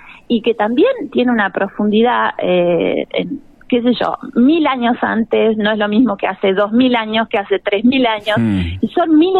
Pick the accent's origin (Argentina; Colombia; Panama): Argentina